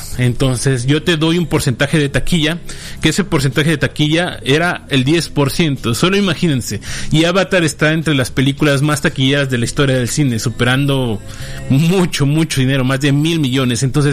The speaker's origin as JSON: {"language": "Spanish", "country": "Mexico", "said": "que a los mexicanos nos da la gana nacer en donde sea, ¿no? Pero pues somos mexicanos."}